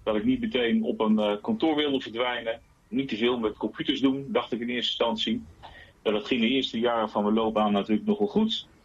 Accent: Rhenen, Utrecht, Netherlands; also born or lived in Gorinchem; in 1980, dus dat betekent dat ik nu 45 jaar ben. 46 wordt dit jaar. Ik ben uiteindelijk geboren in Gorinchem, maar eigenlijk opgegroeid getogen in Rhenen. Niet Rhenen, maar Rhenen bij Wageningen.

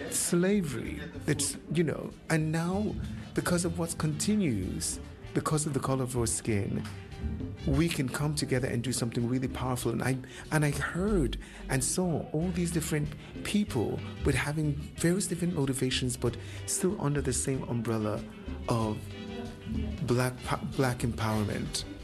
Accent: London, United Kingdom; I'm from London

